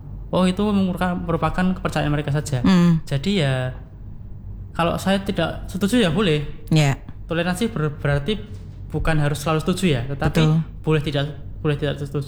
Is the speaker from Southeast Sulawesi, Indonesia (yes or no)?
no; Wonogiri, Central Java, Indonesia; Asli saya Wonogiri.